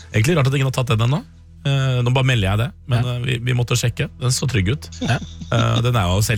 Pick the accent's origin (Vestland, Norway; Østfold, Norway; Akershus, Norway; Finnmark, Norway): Østfold, Norway; Sarpsborg; moved away; Jeg har jo da tilbrakt min sommerferie hjemme i Serp, Serp Vegas